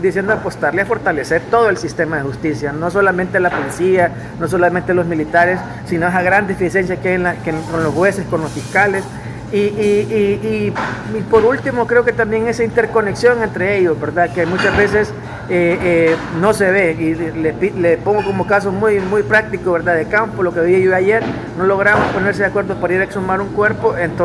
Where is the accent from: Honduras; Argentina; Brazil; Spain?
Honduras; Como hondureño yo quiero que den resultados